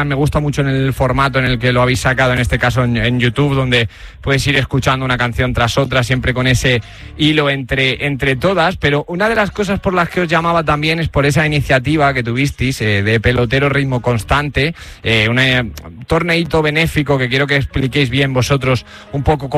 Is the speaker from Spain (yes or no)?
yes; Granada, Andalusia, Spain; porque yo soy de Granada